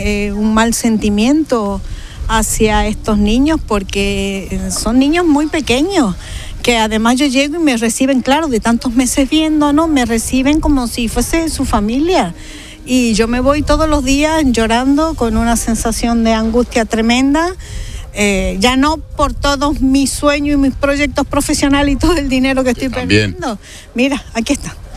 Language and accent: Spanish; Argentina; now in Ceuta, Spain; Mira, yo soy argentina y yo he notado en la gente en Ceuta el sentimiento que teníamos los argentinos cuando hemos vivido el corralito.